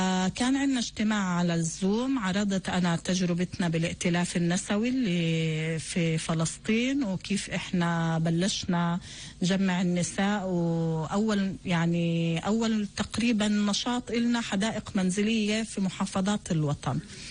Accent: Palestine; وإحنا من فلسطين

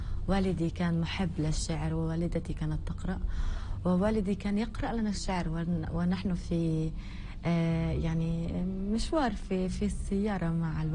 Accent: Palestine; أيضا كتابنا الفلسطينيين من اتحاد الكتاب لوزارة الثقافة.

